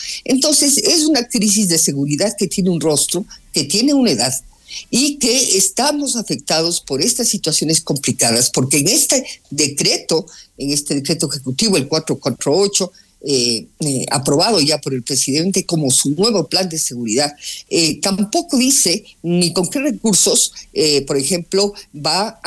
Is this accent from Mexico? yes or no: no; Ecuador